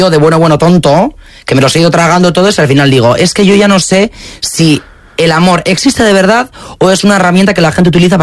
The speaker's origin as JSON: {"language": "Spanish", "region": "Basque Country", "country": "Spain", "said": "Soy vasco. Un vasco."}